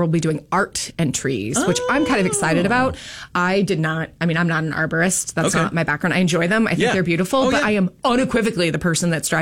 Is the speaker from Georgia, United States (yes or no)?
no; Indiana, United States; moved away; I grew up in Indiana